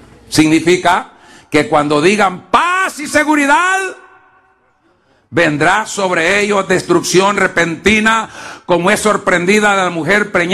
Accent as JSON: {"language": "Spanish", "country": "Honduras", "said": "yo soy hondureño."}